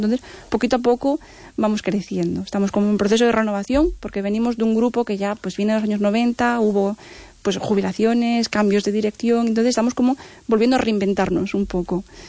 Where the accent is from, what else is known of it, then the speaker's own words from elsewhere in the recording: Vigo, Galicia, Spain; Es en Vigo, cerca del Parque de Castrel